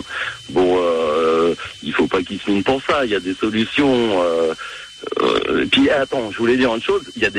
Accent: Paris, Île-de-France, France; moved away as an adult; now in Roubaix, France; Je suis originaire de Paris

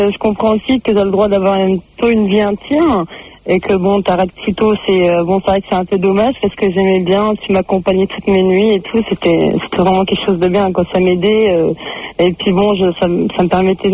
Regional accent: Turkey; C'était d'origine, je suis turque

